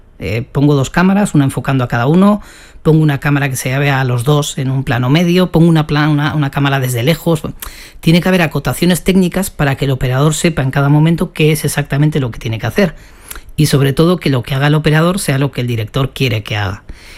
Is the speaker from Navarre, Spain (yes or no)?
yes; Alsasua, Navarre, Spain; un pueblecito donde yo vivía, de pequeño, en Alsasua